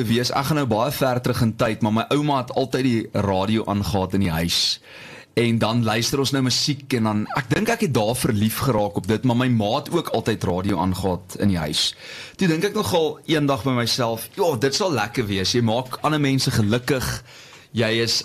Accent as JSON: {"language": "Afrikaans", "town": "Standerton", "region": "Mpumalanga", "country": "South Africa", "said": "ek kom van Standerton af in die platteland."}